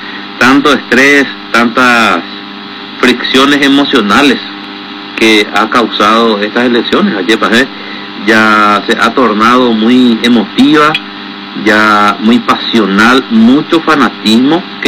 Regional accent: Paraguay; todos vamos a seguir siendo santanianos, vamos a seguir siendo paraguayos, vamos a seguir siendo colorados.

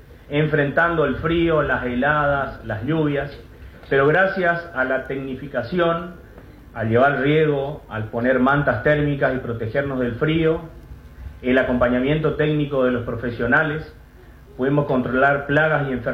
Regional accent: Argentina; argentino.

